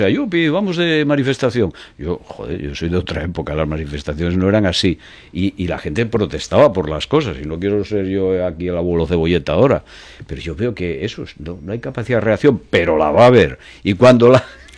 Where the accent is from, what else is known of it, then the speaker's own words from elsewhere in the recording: Spain; debo ser el único español